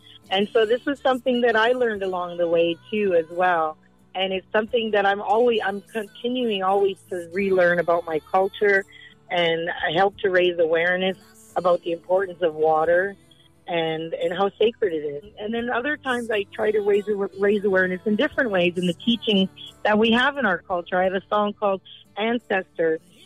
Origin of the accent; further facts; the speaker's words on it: Manitoulin Island, Ontario, Canada; moved away; Growing up on Manitoulin Island on the Wequemcong First Nations, we are surrounded by water. You can go in any direction and you will find it. I grew up in a family where we were relearning our culture as a result of generational trauma, intergenerational trauma.